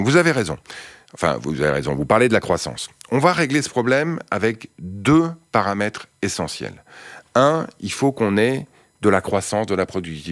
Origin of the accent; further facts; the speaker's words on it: Montreuil, Île-de-France, France; moved away; Et moi, j'ai grandi à Montreuil, dans le 93, en Seine-Saint-Denis, dans un HLM. Et c'est vrai que c'est à la fois un territoire auquel je suis resté très attaché, j'y retourne régulièrement